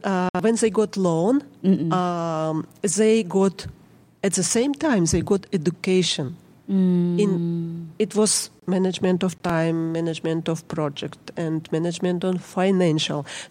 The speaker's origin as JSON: {"language": "English", "country": "Kyrgyzstan", "second_language": "English", "moved": "as an adult", "lives_now": "United States", "said": "My accent, sorry. But now we are not in Kyrgyzstan. We live in US."}